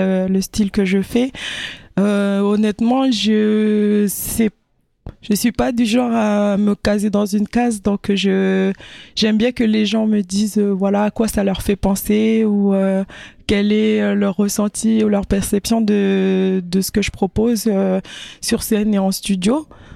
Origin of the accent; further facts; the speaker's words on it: New Caledonia; l'esprit collectif, associatif qu'on a des fois chez nous en Kanaky.